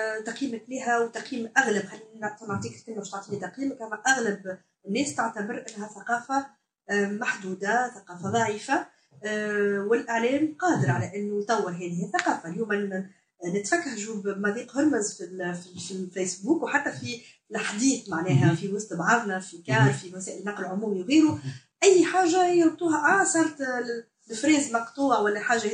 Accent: Tunisia; أنا اليوم تونسية

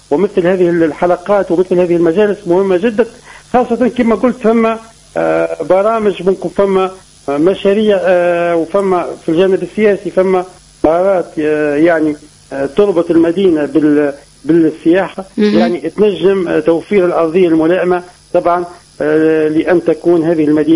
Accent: Tunisia; عندنا في تونس

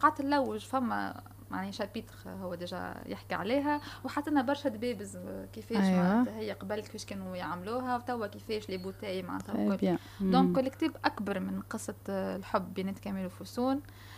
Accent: Tunisia

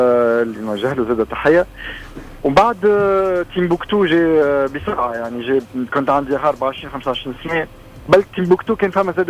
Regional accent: Tunisia; كي كنت صغير كنت في تونس

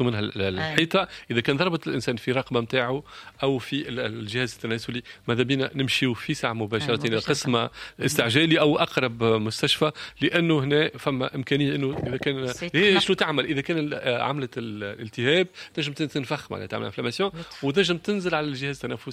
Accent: Tunisia; اللي عندنا في تونس وفي السواحل التونسية

